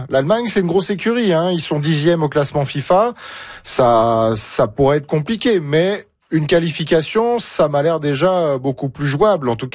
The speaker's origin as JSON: {"language": "French", "country": "France", "said": "Ah là là, vous me taquinez, hein, vous savez que je suis français, effectivement."}